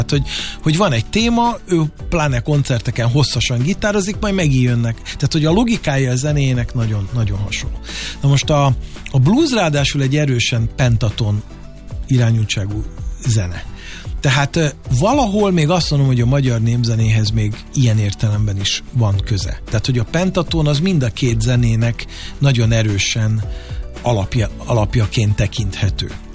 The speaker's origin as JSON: {"language": "Hungarian", "country": "Hungary", "tie": "born or raised there", "first_language": "Hungarian", "said": "Mert miért én nem vagyok magyar? Na most azért ezen gondolkozzunk el. Ez az anyanyelvem. Ebben a kultúrában nőttem fel."}